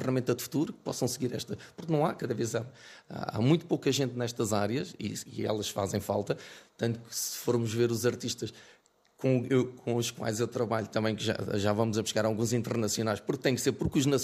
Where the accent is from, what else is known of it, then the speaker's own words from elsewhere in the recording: Fundão, Castelo Branco, Portugal; Não, eu sou do Fundão.